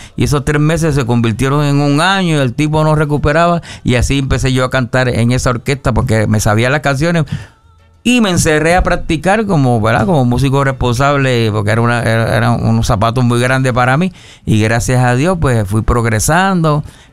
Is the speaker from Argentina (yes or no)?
no; Maricao, Puerto Rico; Yo soy de Maricao, Puerto Rico, y el área oeste.